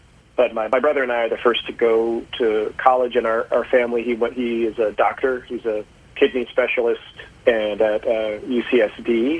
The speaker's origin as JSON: {"language": "English", "region": "Maryland", "country": "United States", "tie": "born or raised there", "also_born_or_lived": "St. Louis, United States", "said": "So I grew up mainly in Maryland, but with three formative years in St. Louis, where I learned to play baseball and learned to build tree forts and dig unsuccessful traps in the woods for animals that just simply walked on by."}